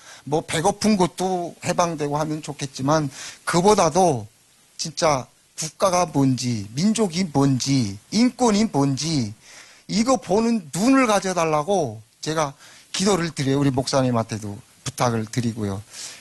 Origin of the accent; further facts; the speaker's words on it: North Korea; now in South Korea; 저는 그게 탈북자로서 제일 가슴이 아픕니다.